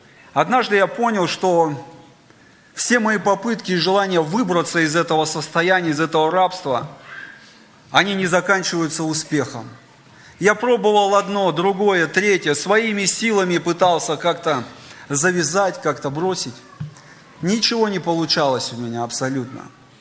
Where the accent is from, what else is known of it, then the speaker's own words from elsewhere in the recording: Novosibirsk, Novosibirsk Oblast, Russia; moved away as an adult; now in Volgograd, Russia; Сам я родом из Новосибирска. Это город, это Сибирь, это такой, как столица Сибири, можно сказать, да, то есть около 20 лет я прожил там.